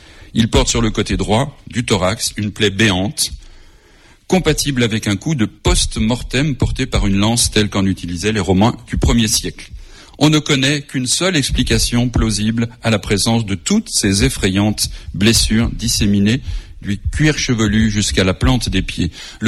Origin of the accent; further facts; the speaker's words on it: Lyon, Auvergne-Rhône-Alpes, France; Je suis lyonnais d'origine